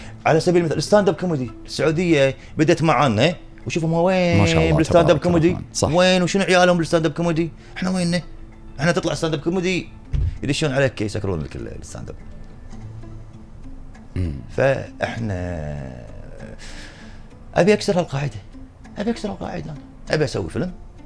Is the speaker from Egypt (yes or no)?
no; Kuwait; إحنا سنة من السنين المسرح مات عندنا بالكويت